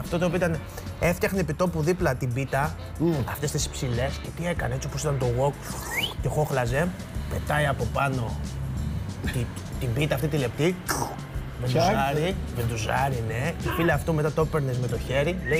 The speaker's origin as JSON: {"language": "Greek", "town": "Glossa", "region": "Thessaly", "country": "Greece", "said": "ο καλύτερος προορισμός του κόσμου είναι η γλώσσα και η Σκόπελος στο χωριό μου."}